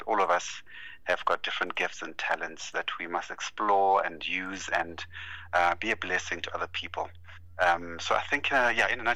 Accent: Limpopo, South Africa; Those are my clan names. And so that's my inheritance in terms of, you know, where I'm from. Born and bred in Limpopo in a small village called Sianda in Venda.

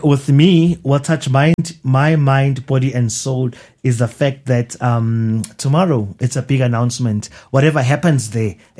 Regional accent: Mpumalanga, South Africa; Yeah, I'm from Mpumalanga, remember.

